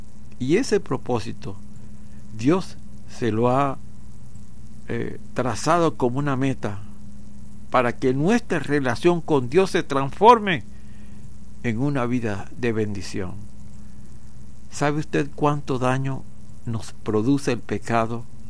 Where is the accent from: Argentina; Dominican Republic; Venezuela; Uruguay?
Venezuela; como pastor, como ministro del Señor y como venezolano